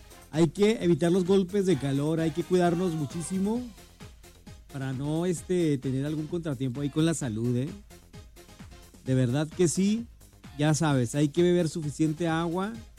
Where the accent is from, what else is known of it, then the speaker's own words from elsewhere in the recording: Mexico; Por esa cultura que tenemos del fútbol, de cómo somos los mexicanos, que el pato, que aquello, que las luchas.